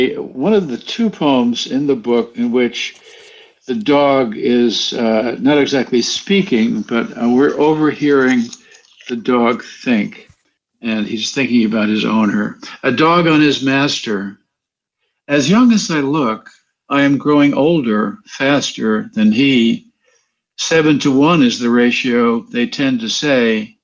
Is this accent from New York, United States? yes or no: yes; Jackson Heights, New York, United States; also born or lived in Westchester, United States; We grew up in Jackson Heights, New York, and in an apartment, so we didn't have a dog.